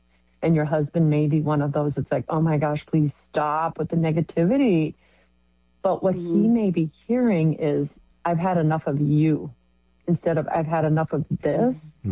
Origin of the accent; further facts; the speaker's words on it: Milwaukee, Wisconsin, United States; I'm from Milwaukee